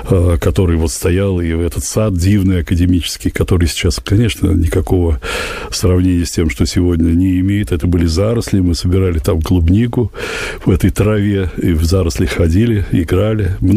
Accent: Sergiyev Posad, Moscow Oblast, Russia; я вырос и родился в Лавре и не расставался с Лаврой, по сути говоря, никогда.

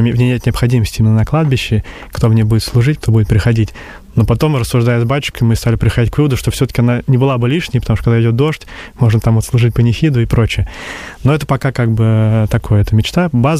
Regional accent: Inzhavino, Tambov Oblast, Russia; now in Moscow, Russia; я упоминаю, что я из Тамбовской области, он говорит: «О, из Тамбова откуда? Инжавина знаешь?» Я говорю: «Инжавина знаю, я оттуда родом».

